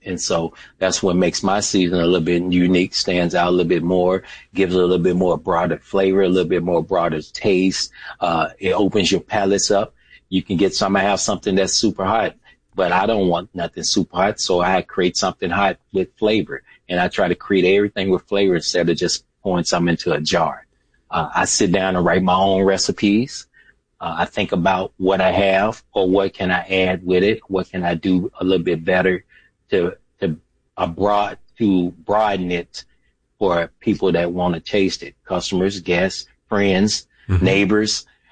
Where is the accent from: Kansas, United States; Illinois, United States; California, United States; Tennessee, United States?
Tennessee, United States; Memphis; But yes, I am originally from Memphis. And so I had to keep Memphis alive and keep that name in there.